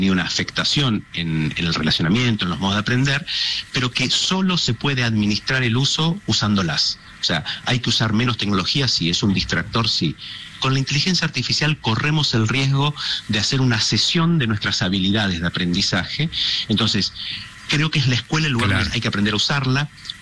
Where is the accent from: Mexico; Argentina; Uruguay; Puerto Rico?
Argentina; el que quiera porque somos argentinos, o porque conozca el colegio